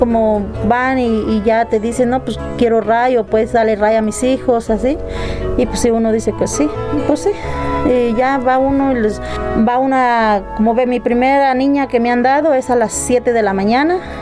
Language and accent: Spanish; Zacualtipán, Hidalgo, Mexico; moved away as an adult; also born or lived in Otlamalacatla, Hidalgo; now in United States; soy nativa de Otlamalacatla, Hidalgo, municipio de Tianguistengo, Hidalgo, pero desde chiquita me trajeron para Zacualtipán, ahí me crié, ahí trabajé, estudié, y de ahí pues ya me fui para Estados Unidos.